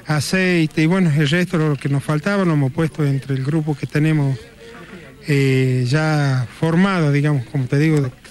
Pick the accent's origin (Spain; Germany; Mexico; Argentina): Argentina; Cerrillos, Salta; yo soy de Cerrillos